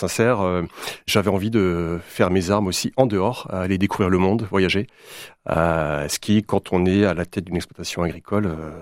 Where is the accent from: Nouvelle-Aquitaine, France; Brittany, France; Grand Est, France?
Brittany, France